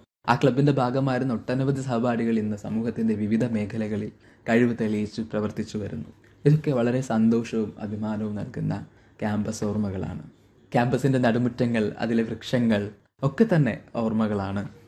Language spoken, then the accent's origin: Malayalam; Thiruvananthapuram, Kerala, India; തിരുവനന്തപുരം സ്വദേശിയാണ്.